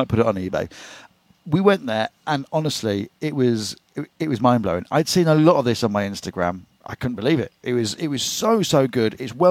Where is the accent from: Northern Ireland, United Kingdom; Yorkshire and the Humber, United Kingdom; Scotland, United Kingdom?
Yorkshire and the Humber, United Kingdom; Cleethorpes; Growing up in Cleethorpes